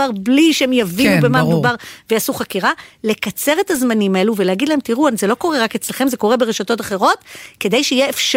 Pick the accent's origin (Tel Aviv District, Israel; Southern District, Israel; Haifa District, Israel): Southern District, Israel; Arad; born there; אני ילידת ערד